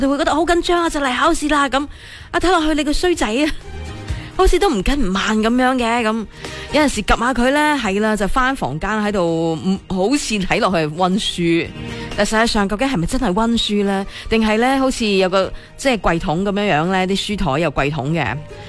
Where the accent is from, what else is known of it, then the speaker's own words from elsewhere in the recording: China; 我们中国人很喜欢过年的时候讲很多好的说话